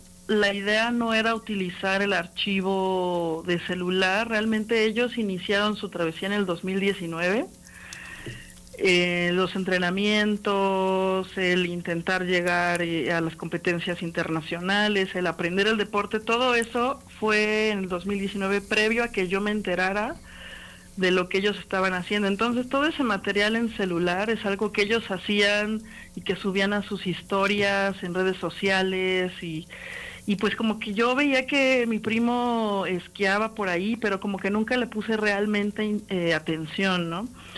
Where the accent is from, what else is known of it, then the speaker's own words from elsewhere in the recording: Mexico; Cómo somos los mexicanos, cómo nos ven a los mexicanos fuera de nuestro país.